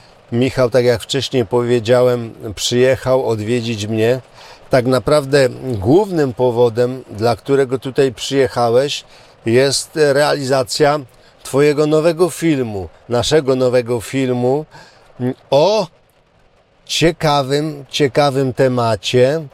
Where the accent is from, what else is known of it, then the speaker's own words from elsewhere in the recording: Limanowa, Lesser Poland, Poland; born there; accent: local Limanowa dialect (gwara); moved away as an adult; u mnie w Limanowej, a ja bym powiedział w naszej gwarze w Limanowy